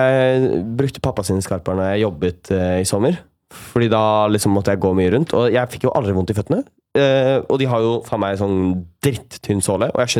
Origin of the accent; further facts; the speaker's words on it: Oslo, Norway; moved away as an adult; now in Trondheim, Norway; når jeg var hjemme i Oslo